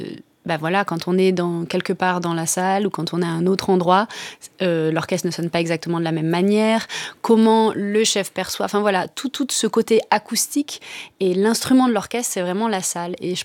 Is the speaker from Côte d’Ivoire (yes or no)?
no; France